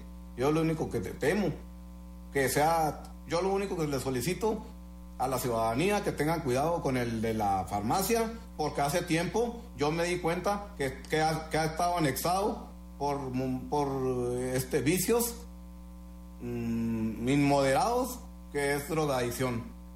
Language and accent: Spanish; Chihuahua, Mexico; Yo soy un ciudadano de Elisa, Chihuahua, originario y nacido aquí.